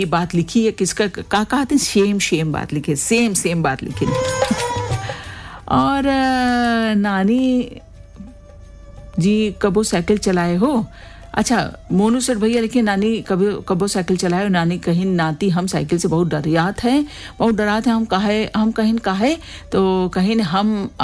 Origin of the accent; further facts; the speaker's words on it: Barabanki, Uttar Pradesh, India; कटरा बारामंकी का रहने वाला हूँ